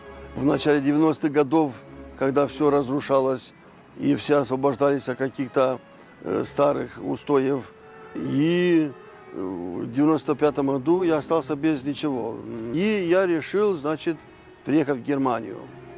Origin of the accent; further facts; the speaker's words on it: Moldova; now in Bad Ems, Germany; Я сам из Молдавии, молдаванин